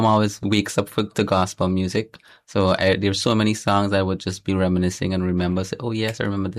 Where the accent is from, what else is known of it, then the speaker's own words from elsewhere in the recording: Trinidad & Tobago; born there; moved away; also born or lived in Guyana; Growing up in Trinidad was pretty good.